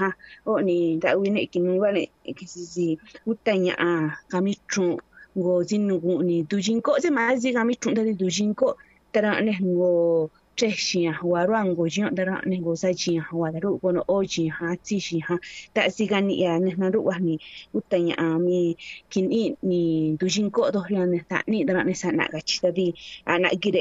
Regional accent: Oaxaca, Mexico; first language Triqui; Spanish is a second language; en mi lengua materna Triqui Alta.

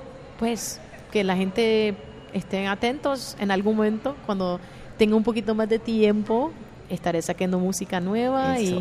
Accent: Nicaragua; moved away; yo siempre digo que soy de Nicaragua

